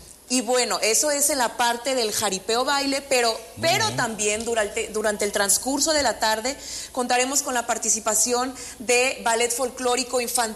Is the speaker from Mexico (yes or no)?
yes; Mexico